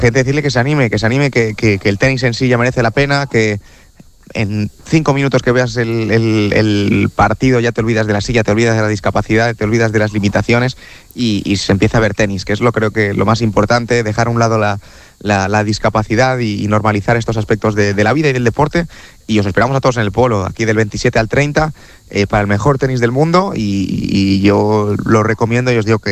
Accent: Vigo, Galicia, Spain; now in Barcelona, Spain; Yo, bueno, soy de Vigo, pero vivo aquí en Barcelona hace 9 años

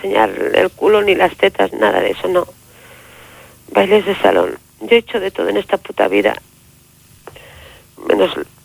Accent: Catalonia, Spain; born there; como buena castellana, los castellanos que me estoy oyendo saben que yo nací en Cataluña, pero tengo sangre castellana.

